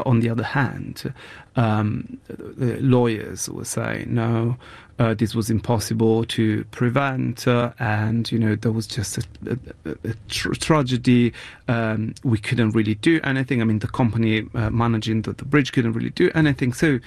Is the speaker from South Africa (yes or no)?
no; Genoa, Liguria, Italy; English is a second language; I'm originally from Genoa, and I was visiting my family because it was a public holiday.